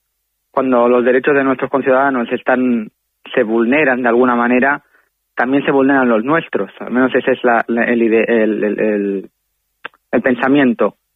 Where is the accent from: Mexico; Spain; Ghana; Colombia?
Spain; Barcelona, Catalonia; born there; yo soy nacido en Barcelona, catalán, pero de madre caballa y de abuela, y digamos … de cuando existía el barrio Centenero.